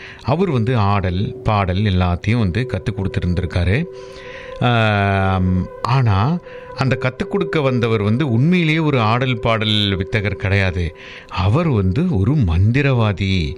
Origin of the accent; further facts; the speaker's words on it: Varanasi, Uttar Pradesh, India; என்னை பெற்றவங்க வந்து காசியில் என்னை வந்து விட்டுட்டு போயிட்டாங்க, நான் ஒரு அனாதையாக தான் காசியில் வளர்ந்தேன்